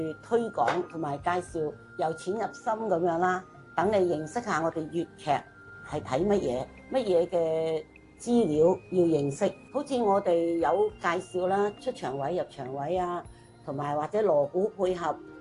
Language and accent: Cantonese; Macau; 我呢就是澳门啦，土生土长的，咁但系咧就系我系佛山人